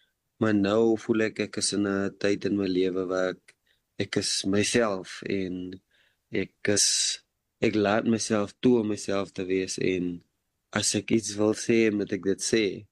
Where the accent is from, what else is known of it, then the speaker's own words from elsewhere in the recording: Port Elizabeth, Eastern Cape, South Africa; Ek is van Treberga in die Ooskaap, dit is waar ek groot geword het. Dit was natuurlik Port Elizabeth